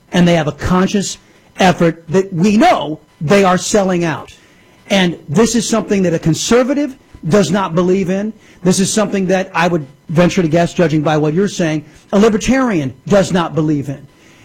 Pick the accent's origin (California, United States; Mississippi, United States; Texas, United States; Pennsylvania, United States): Texas, United States; I have fake Republicans who run the Texas House in my home state.